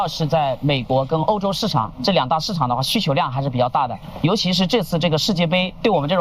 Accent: Susong, Anhui, China; now in Yiwu, China; 我的老家安徽宿松

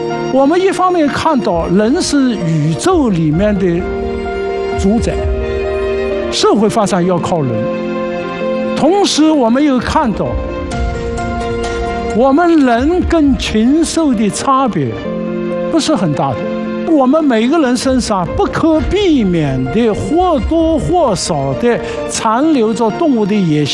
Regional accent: China; 我们中国人重视血缘，我们爹妈生的，爹妈有兄弟姊妹

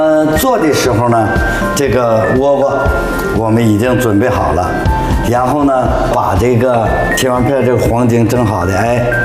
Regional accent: Heilongjiang, China; 这个南瓜呢，在我们东北，在我们黑龙江叫倭瓜。

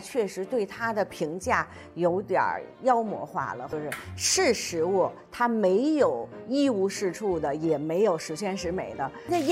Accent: northern China, China; 作为我们绝大多数北方人来说，我们从小认识的第一种海鱼应该就是带鱼

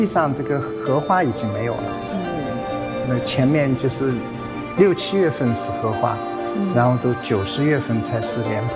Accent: Hangzhou, Zhejiang, China; 因为我是杭州人，一直在西湖边长大。

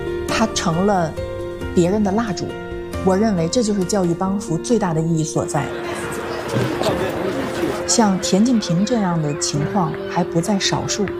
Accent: Haiyuan County, Ningxia, China; born or raised there

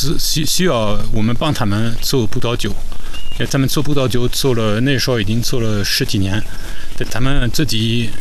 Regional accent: France; Chinese is a second language; moved away as an adult; now in China; 第一次是1980年到中国来，那时候是学习，就来了，先来了2个月，后来从1982年基本上就是长期在中国。

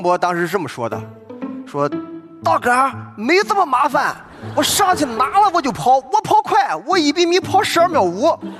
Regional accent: Qingdao, Shandong, China; born there; 我呢出生在山东省一个美丽的滨海城市青岛。

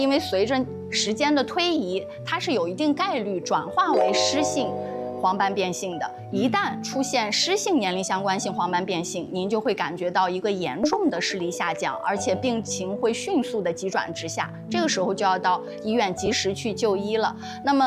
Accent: China

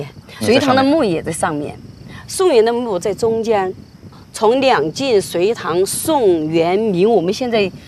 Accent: Guizhou, China; 往我们贵州这边的交通的枢纽的方向

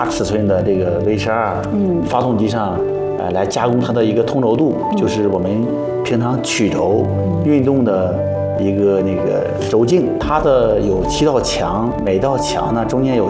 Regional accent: China; 作为中国人，作为这个我们一汽人、红旗人

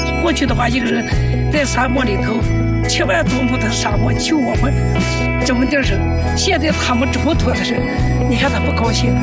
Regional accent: China; 我们中国人，哎，说话还是靠谱的

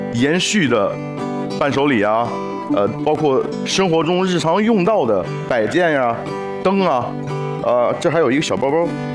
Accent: Chongli, Hebei, China; 我家乡的崇礼

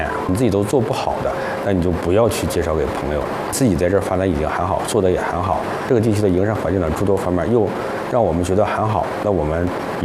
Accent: Panjin, Liaoning, China; moved away; also born or lived in Dalian; 能够回到我们的家乡，能够回到我们的盘锦来共同的发展。

